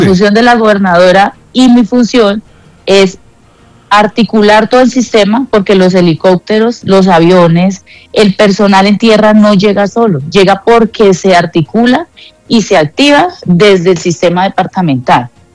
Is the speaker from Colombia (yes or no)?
yes; Colombia; Y aquí la invitación es a unirnos como colombianos para poder culminar